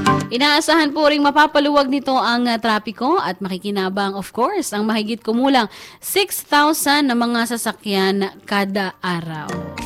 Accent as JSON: {"language": "Tagalog", "town": "Indang", "region": "Calabarzon", "country": "Philippines", "said": "taga-Indang ako."}